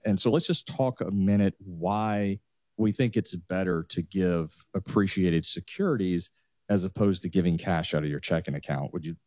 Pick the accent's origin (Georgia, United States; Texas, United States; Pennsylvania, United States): Georgia, United States; Atlanta; I'm actually from the Atlanta area.